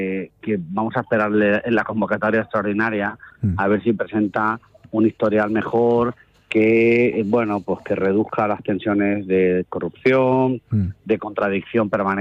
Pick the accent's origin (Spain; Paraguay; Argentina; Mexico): Spain